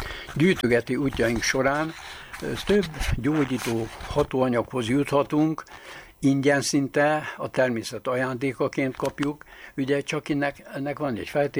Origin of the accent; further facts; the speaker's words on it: Baranya, Hungary; földműves családból származom, és hát anyai ágon a gyógyfűveken megismerkedve, ugye a nagyanyám tanított bennünket, mivel ő bábasszony volt, és gyógyfűvekkel gyógyított, így a növényeket, gombát, ott a mecsek lankáin hamar megismertük gyerekkorunkban.